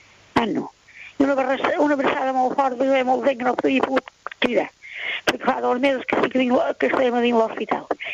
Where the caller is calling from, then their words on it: Petra, Balearic Islands, Spain; de Petro.